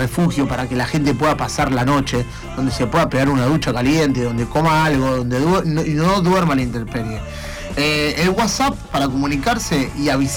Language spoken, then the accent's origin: Spanish; Argentina; Recordemos que somos argentinos